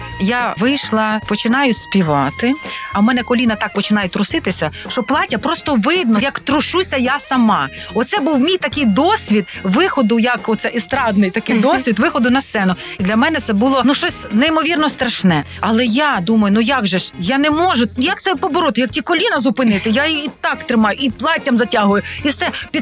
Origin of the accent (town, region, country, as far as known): Ternopil, Ternopil Oblast, Ukraine; born there